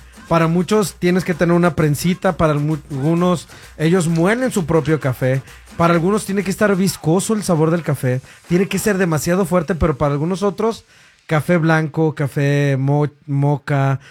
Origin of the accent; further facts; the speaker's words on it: Mexico; Como buen mexicano, yo comencé desde muy morrillo a tomar café.